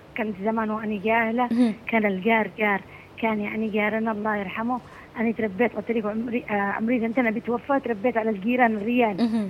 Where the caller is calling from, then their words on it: Aden, Yemen; أني من عدن